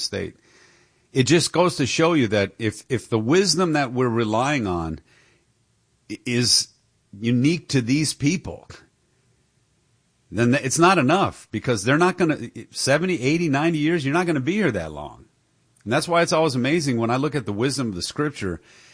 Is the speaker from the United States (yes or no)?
yes; Detroit, Michigan, United States; growing up in Detroit